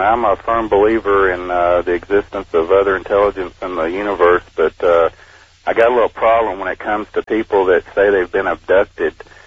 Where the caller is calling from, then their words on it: Houston, Texas, United States; from Houston.